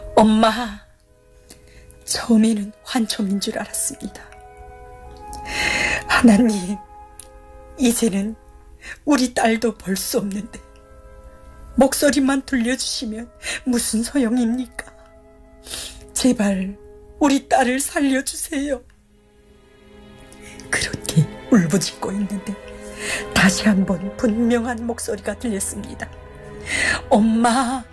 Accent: Kyongwon, North Hamgyong, North Korea; now in South Korea; 저는 북한 함경북도 경원군에서 태어나 어린 나이에 어머니와 두 언니를 잃고 가족의 생계를 책임져야 했습니다.

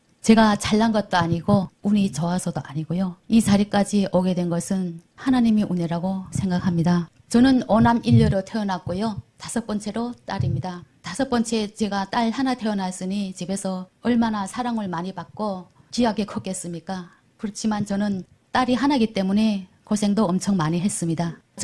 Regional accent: North Hamgyong, North Korea; moved away as an adult; now in Gyeonggi Province, South Korea; 저희 고향은 함경북도 언성이고요. 2005년도에 탈북해서 남한에는 2009년도에 입국했습니다. 제가 지금 하고 있는 일은 경기도 강명시에서 방문요양센터를 직접 운영하고 있습니다.

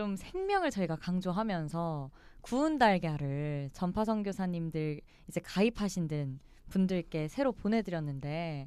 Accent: Seoul, South Korea; 서울에서 나고 자라가지고

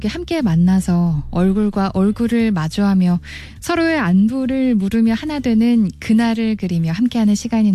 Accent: North Hamgyong, North Korea; now in South Korea; 우리 고향인 함경북도에서도

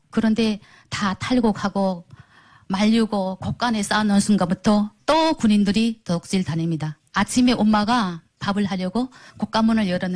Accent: North Korea; moved away as an adult; 제가 하나님을 만나게 된 이야기를 간단히 하겠습니다. 북한에서는 하나님에 대해서 전혀 몰랐고요.

